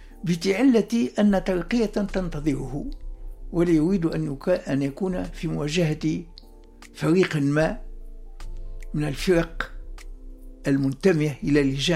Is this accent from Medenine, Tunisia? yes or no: no; Monastir, Monastir Governorate, Tunisia; also born or lived in Sousse; أنا خرجت من المنستير ومن سوسة أستاذ نجح.